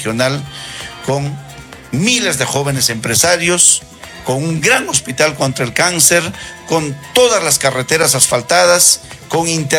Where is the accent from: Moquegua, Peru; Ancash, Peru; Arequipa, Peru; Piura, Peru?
Ancash, Peru; mis paisanos, los ancashinos